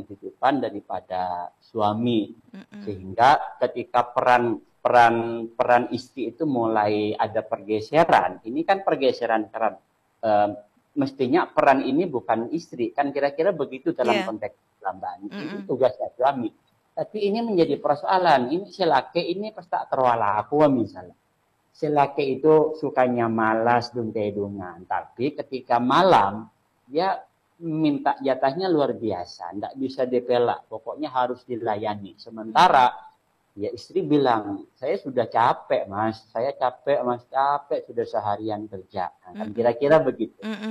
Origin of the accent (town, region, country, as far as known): Madura, East Java, Indonesia